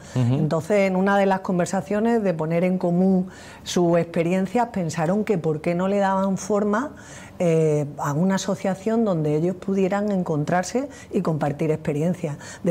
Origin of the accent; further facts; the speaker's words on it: Málaga, Andalusia, Spain; born there; Yo siempre digo que nací en Málaga, mi padre era de Jaén, uh-huh. mi madre de Granada, así que andaluza y uh-huh. andaluza oriental.